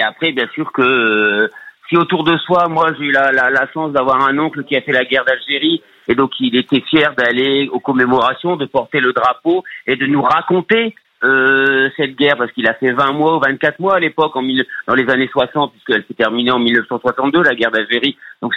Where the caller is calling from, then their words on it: Nice, Provence-Alpes-Côte d'Azur, France; Moi j'habite je vous appelle des Alpes-Maritimes de Nice.